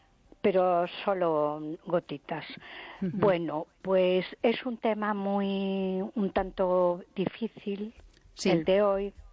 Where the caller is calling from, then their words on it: A Coruña, Galicia, Spain; de Coruña.